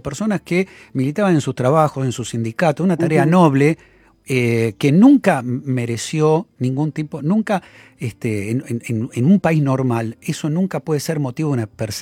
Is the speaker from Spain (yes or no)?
no; Argentina